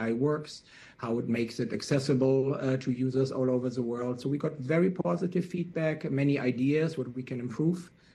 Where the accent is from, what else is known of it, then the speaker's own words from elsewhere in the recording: Germany; I'm from Germany